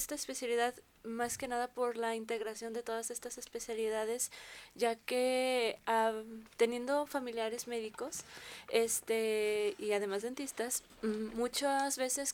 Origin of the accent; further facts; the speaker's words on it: Zacatecas, Mexico; soy aquí de Zacatecas